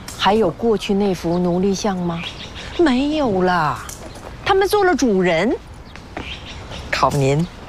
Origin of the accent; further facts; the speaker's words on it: northern China, China; 我是北方人，天生的大骨架